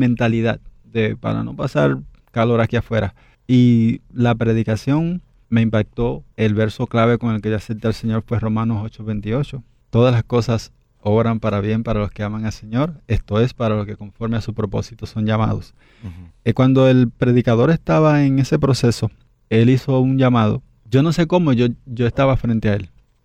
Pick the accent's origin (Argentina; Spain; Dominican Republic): Dominican Republic; Juegos Nacionales y el personal de la Federación de Deporte de la República Dominicana tuvo que bajar a mi pueblo.